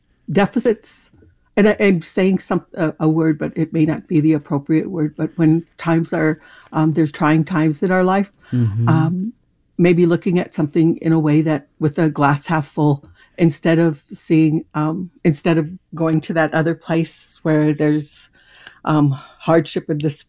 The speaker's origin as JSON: {"language": "English", "region": "North Dakota", "country": "United States", "tie": "born or raised there", "said": "I grew up on the Turtle Mountain Band of Chippewa Indian Reservation, and we're close to the Canadian border"}